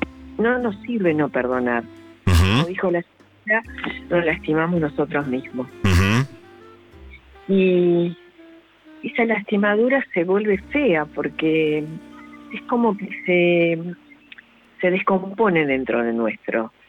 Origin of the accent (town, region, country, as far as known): Vicente López, Buenos Aires Province, Argentina